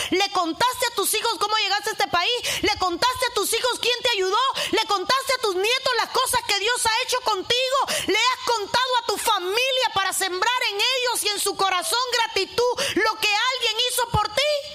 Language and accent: Spanish; Cuba; moved away; Y hablo de Cuba porque soy cubana.